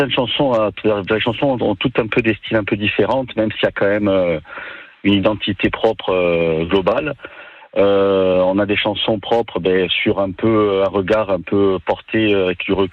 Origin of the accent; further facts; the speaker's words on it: Corsica, France; Et aussi bientôt, on va jouer aussi chez nous, en Corse.